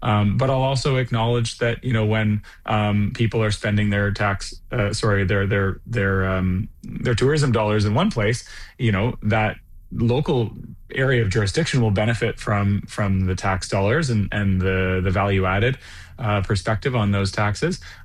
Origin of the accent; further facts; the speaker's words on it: Canada; Well, certainly I am biased being Canadian and having worked on this project for the last couple of years